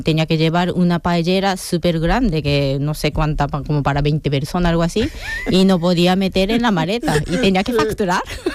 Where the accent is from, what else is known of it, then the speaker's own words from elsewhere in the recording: Japan; Spanish is a second language; moved away as an adult; now in Spain; Pero nacionalidad japonesa